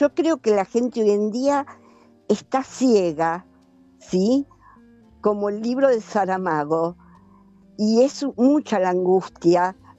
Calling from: Berisso, Buenos Aires Province, Argentina; Yo soy de Berisso y también muchos locales se cierran, tengo cerca La Plata.

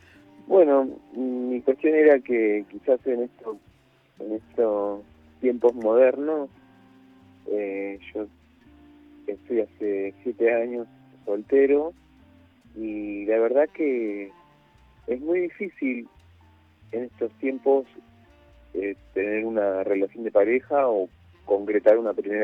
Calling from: José C. Paz, Buenos Aires Province, Argentina

